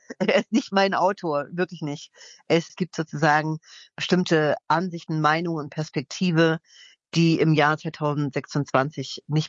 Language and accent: German; Germany; ich komme ebenfalls aus der DDR